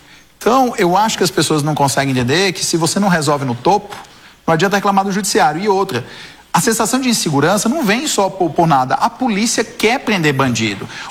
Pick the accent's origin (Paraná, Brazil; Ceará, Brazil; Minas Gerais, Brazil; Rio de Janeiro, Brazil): Ceará, Brazil; Eu sou cearense, tá?